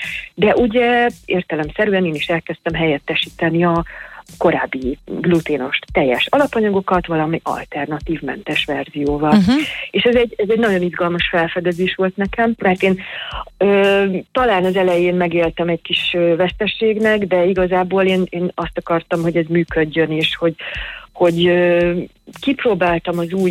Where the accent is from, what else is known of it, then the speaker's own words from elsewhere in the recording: Hungary; magyar nőként